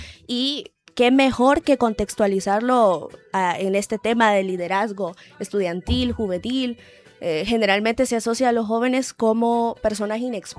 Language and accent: Spanish; Honduras; sin olvidar la identidad que tenemos como hondureños